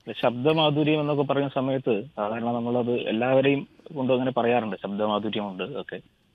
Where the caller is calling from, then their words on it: Ekarool, Kerala, India; ബാലുശ്ശേരിക്ക് അടുത്ത് എഗരൂരാണ് സ്ഥലം.